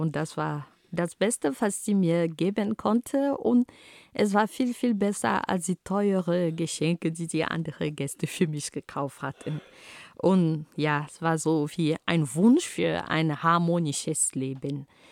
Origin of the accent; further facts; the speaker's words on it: Cameroon; first language Romala; German is a second language; In meiner Heimat Kamerun reißt dieser Baum Pfeken oder Pfeken, je nach Region oder Sprache. Also meine Muttersprache lautet Romala.